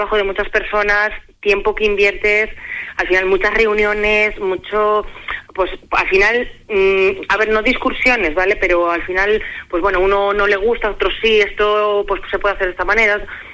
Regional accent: Medina del Campo, Castile and León, Spain; para un medinense sabe lo que es. O sea, yo, si a mí me ponen las manos de una Virgen, que yo están en mi pueblo y la veo de continuo

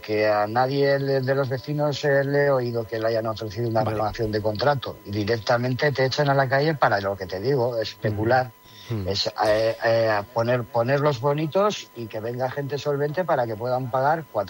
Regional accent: Erandio, Basque Country, Spain; also born or lived in Algorta; pero soy del municipio de Erandio, nací en Algorta, pero me he criado toda la vida entre Astrabudúa y Erandio

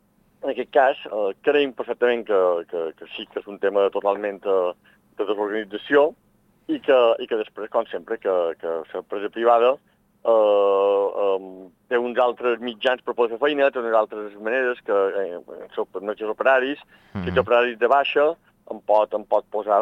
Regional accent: Sóller, Balearic Islands, Spain; som dels municipis de Mallorca que paguem el rebut de fems més alt

